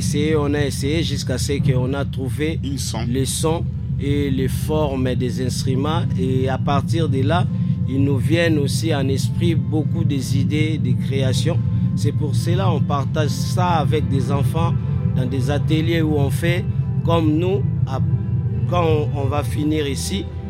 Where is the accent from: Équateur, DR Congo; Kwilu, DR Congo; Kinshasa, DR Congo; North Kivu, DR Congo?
Kinshasa, DR Congo; nous, chez nous à Kinshasa ou au Congo, en Afrique